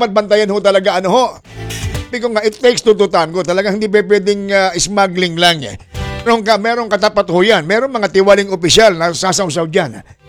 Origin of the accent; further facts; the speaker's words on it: Metro Manila, Philippines; ako'y dini sa Metro Manila lumaki at hindi ko nakilala mga mag-anak sa Batangas.